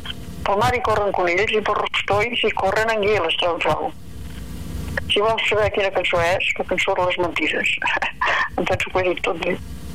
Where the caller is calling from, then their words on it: Santa Pau, Catalonia, Spain; de Santa Pau, que és ben dit del veïnat dels Arts, que en diuen el veïnat dels Arts perquè tenim el santuari de la Mare de Déu dels Arts